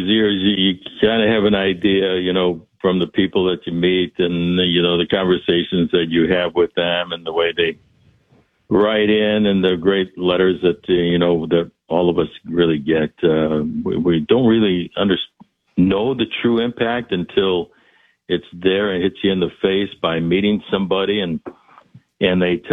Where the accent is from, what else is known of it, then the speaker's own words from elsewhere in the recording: Chicago, Illinois, United States; my journey growing up in Chicago and playing in a sandlot behind my house, falling in love with baseball and broadcasting.